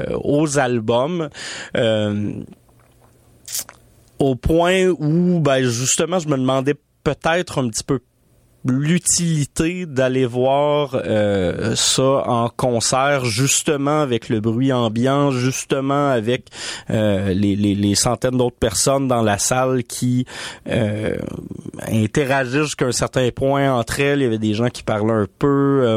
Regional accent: Montreal, Quebec, Canada; en tant que Montréalaise

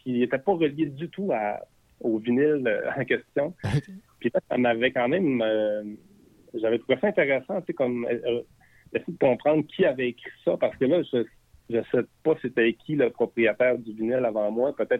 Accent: Saguenay, Quebec, Canada; mon premier salon du livre, c'était au Saguenay, là, de ma région natale.

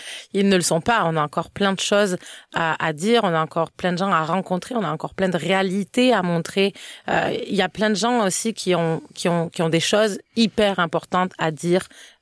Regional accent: France; now in Canada; ça m'arrive très souvent de recevoir des messages qui viennent déjà me critiquer parce que je suis française. Donc tu sais, il y a quelque chose, je suis une française qui parle du Québec à la télé

